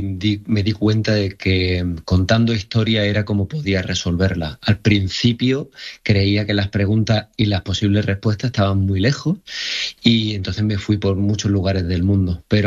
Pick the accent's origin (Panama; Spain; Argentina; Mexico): Spain; Jaén, Andalusia; soy de Jaén y de familia que ha trabajado el campo